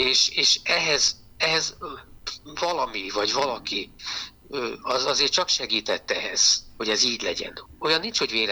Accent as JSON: {"language": "Hungarian", "region": "Budapest", "country": "Hungary", "tie": "born there", "also_born_or_lived": "Pápa", "said": "mert én pápán születtem, és ott voltam minden évben egy olyan hónapot, másfél hónapot nyaralni Budapestről"}